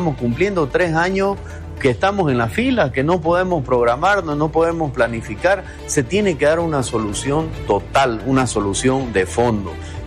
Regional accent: Santa Cruz, Bolivia; nosotros como cruceños

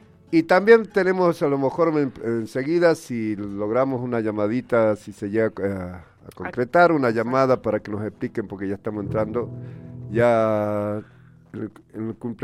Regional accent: San Juan, Argentina; yo vengo de los pagos de San Juan, donde el sonda es más fuerte allá

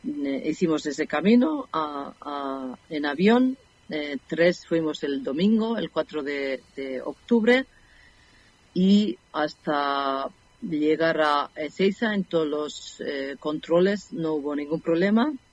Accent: Basque Country, Spain; now in Switzerland; yo soy vasca

